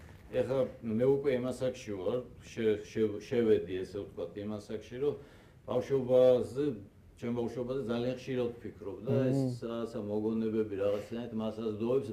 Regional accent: Tbilisi, Georgia; მე ესე შემილია თქვა რომ ბოცვაძელი ვარ რა, ვერაზე. თვითონ ეს ქუჩაც და ჩემი მეზობლები, ესე ვთქვა, უბნელები წამოვედი იქიდან, ხო, რაღაც გადმოვედი აქეთკენ

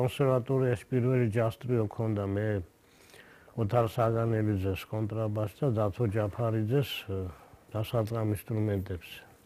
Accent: Tbilisi, Georgia; მე დავიბადე და გავიზარდე. აი ესეთი ადგილი იყო, თბილისში, სვანეთსუბნის ქვედა ნაწილი, ეს არის ჩერქეზოვი. ასე ეძახდნენ მაშინ

